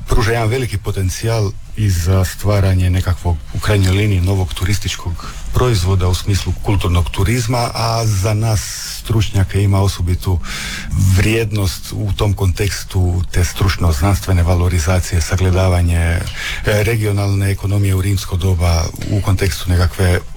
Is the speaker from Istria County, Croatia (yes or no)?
yes; Istria County, Croatia; kod nas u Istri